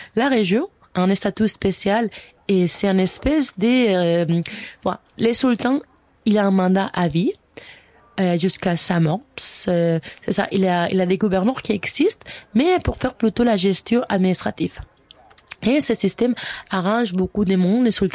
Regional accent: Spain; now in Canada; Moi, je viens de l'Espagne, c'est quand même une monarchie parlementaire.

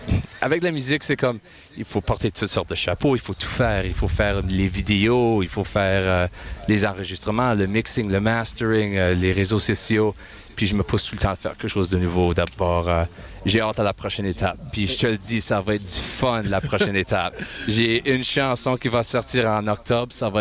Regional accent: Manitoba, Canada; je suis francophone d'ici.

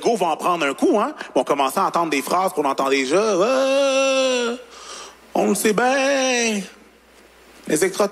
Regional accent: Longueuil, Quebec, Canada; accent: Longueuil; Puis je leur réponds, Longueuil. Je viens de Longueuil. C'est un accent de Longueuil, là. Mon pays d'origine.

